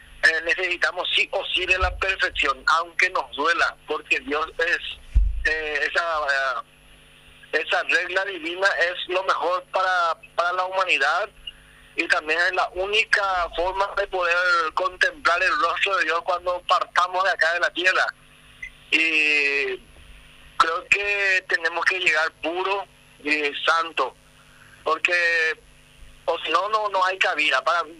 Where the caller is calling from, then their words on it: Itapúa, Paraguay; estoy llamando desde Itapúa, desde Lira.